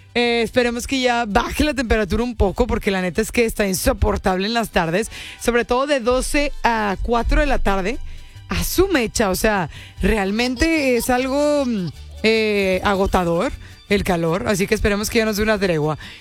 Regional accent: Mexico; estoy muy orgullosa de ser mexicana. Cuando me dicen que soy extranjera, digo, ¡no! ¡No! ¡Soy mexicana! ¡Traigo el nopal! Parezco alemana, parezco brasileira

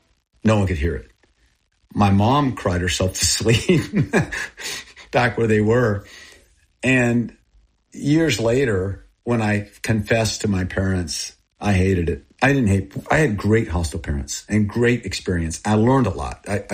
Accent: Thailand; first language Thai; English is a second language; also born or lived in Texas, United States; I was born in Texas, and I grew up in Thailand, and I grew up with Thai people. and my first language was Thai.

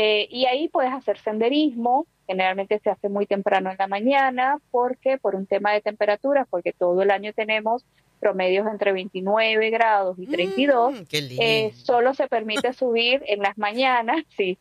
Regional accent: Curaçao; nosotros, al ser Antilla Holandesa, somos parte del Reino de los Países Bajos.

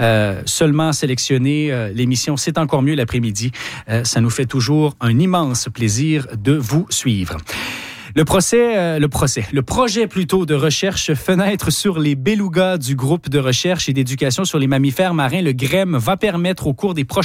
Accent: Rimouski, Quebec, Canada; Je suis originaire de Rimouski

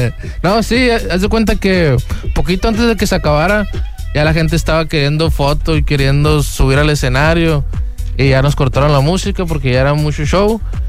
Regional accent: Mexicali, Baja California, Mexico; moved away; Soy de Mexicali, sí.

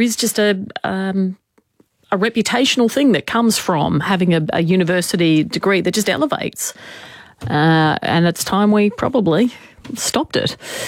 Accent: Queensland, Australia; I grew up in Queensland too.

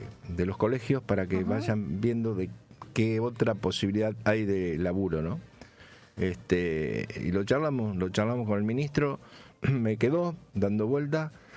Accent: Pergamino, Buenos Aires Province, Argentina; moved away; medio coterráneos en un momento, por eso soy de Pergamino, yo también vengo de allá.

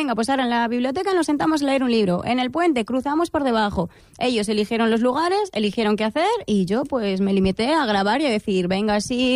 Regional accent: Castile and León, Spain; now in Guardo, Spain; Yo soy de un pueblo cerca de Sahagún, pero yo vine aquí por trabajo

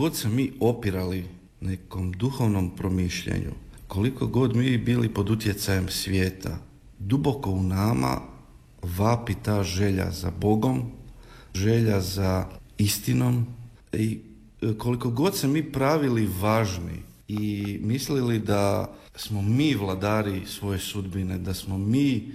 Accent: Croatia; tu kod nas u Hrvatskoj

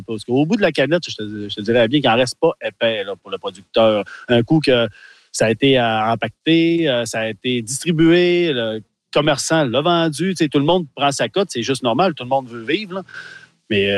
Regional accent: Quebec, Canada; Moi, je suis du Saguenay-Lac-Saint-Jean, fait, mon cercle de vente, ça se situe entre la Beauce et la Côte-Nord.

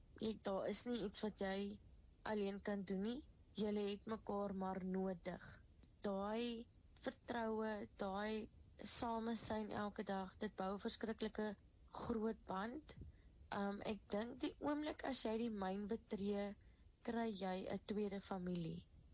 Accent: Springbok, Northern Cape, South Africa; Ek het maar in Springbok groot geword.

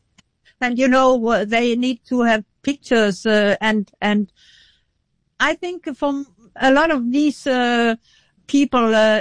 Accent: Denmark; We come from Denmark and maybe when we played a match, home, there were 50 people looking.

